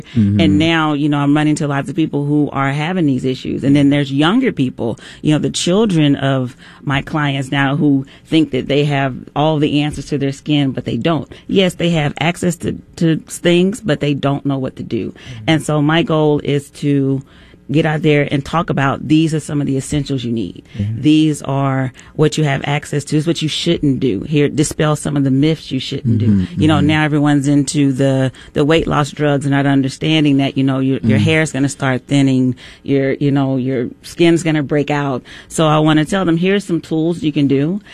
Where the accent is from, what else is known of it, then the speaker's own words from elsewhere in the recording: Texas, United States; I mean, I grew up in Texas, so, you know, when I was younger, they would tell us to go outside and play